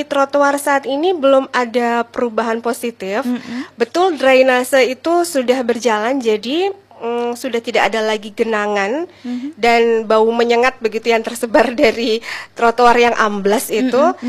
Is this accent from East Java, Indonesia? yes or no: yes; Sampang, East Java, Indonesia; sebagai orang Sampang